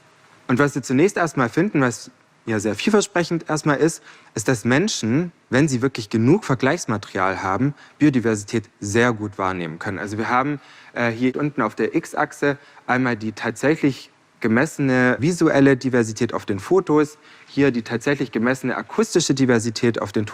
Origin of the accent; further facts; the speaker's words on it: Baden-Württemberg, Germany; moved away; ich bin auf der Schwäbischen Alb groß geworden.